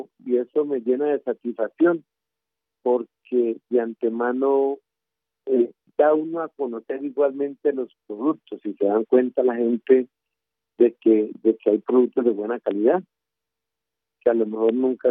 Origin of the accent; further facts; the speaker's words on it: Colombia; Nosotros somos colombianos